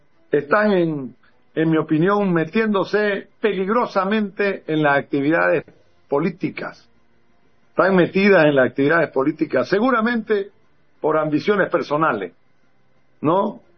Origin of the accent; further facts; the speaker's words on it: Santa Cruz, Bolivia; como siempre somos los bolivianos y los cruceños